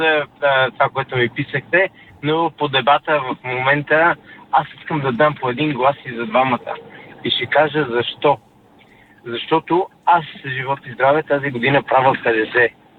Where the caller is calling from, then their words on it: London, United Kingdom; съм от Лондон